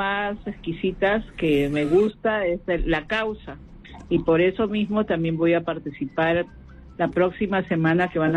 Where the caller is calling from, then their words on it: Lima, Peru; De San Martín de Porres